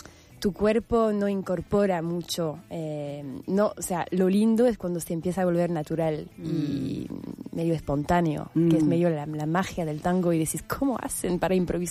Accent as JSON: {"language": "Spanish", "country": "France", "lives_now": "Argentina", "said": "soy una francesa que llegó a la Argentina y que empezó a vivir en San Telmo y empezó a tomar clases de tango, de tango queer."}